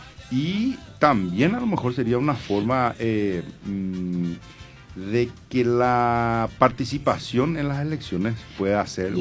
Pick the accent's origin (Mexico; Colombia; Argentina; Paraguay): Paraguay